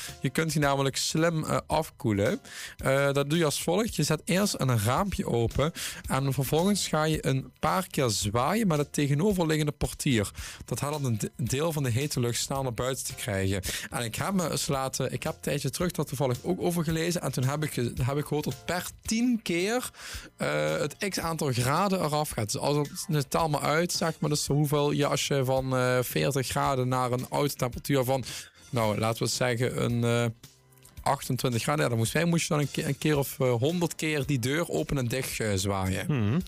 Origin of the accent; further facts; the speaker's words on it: Maastricht, Limburg, Netherlands; iedereen weet, ik ben niet uit Pinamaas, komt ook uit Maastricht.